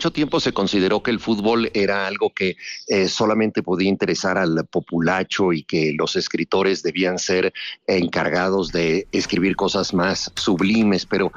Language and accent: Spanish; Mexico